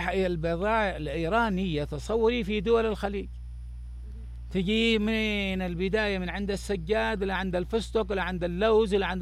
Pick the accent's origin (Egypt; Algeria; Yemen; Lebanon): Yemen; Sanaa; احنا كلنا عايشين الآن في صنعاء